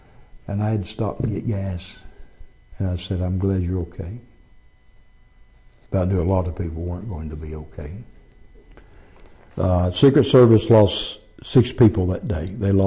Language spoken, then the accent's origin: English; Arkansas, United States